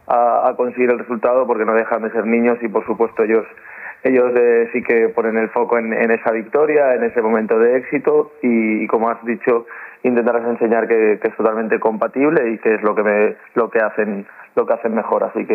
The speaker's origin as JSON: {"language": "Spanish", "area": "Mallorca", "region": "Balearic Islands", "country": "Spain", "moved": "yes", "lives_now": "Seville, Spain", "said": "Yo además soy de Mallorca y toda mi gente de Mallorca también ha estado cerquita"}